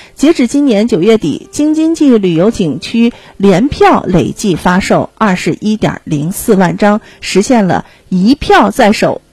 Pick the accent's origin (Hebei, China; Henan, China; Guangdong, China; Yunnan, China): Hebei, China; 让我们作为一个河北人感觉到非常的骄傲